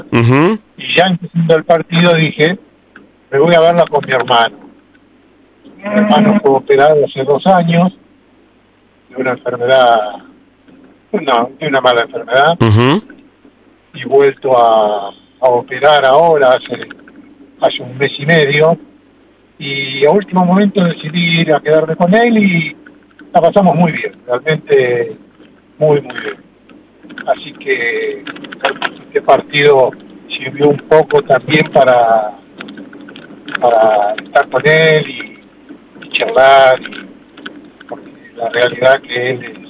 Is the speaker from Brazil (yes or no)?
no; Ingeniero Maschwitz, Buenos Aires Province, Argentina; Yo soy de Ingeniero Magwitch.